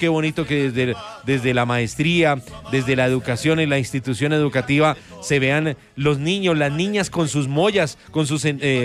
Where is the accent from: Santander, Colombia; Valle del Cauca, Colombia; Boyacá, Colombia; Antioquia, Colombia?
Boyacá, Colombia; Y yo decía, perdóneme, pero yo no soy boyaco, yo soy boyacense.